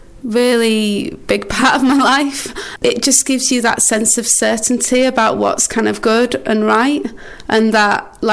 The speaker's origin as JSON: {"language": "English", "town": "Wakefield", "region": "Yorkshire and the Humber", "country": "United Kingdom", "tie": "born or raised there", "also_born_or_lived": "Bradford", "moved": "yes", "lives_now": "Knaresborough, United Kingdom", "said": "I was born in Wakefield, so in East Ardsley, if you know Wakefield well. And then I grew up sort of like... Tingley Mall area."}